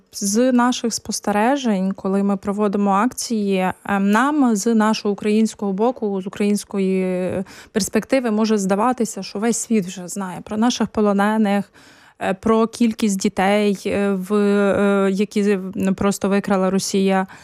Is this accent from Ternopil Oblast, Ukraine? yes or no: yes; Ternopil Oblast, Ukraine; Я з Тернопільської області, тому як мама, чи в тебе там все добре.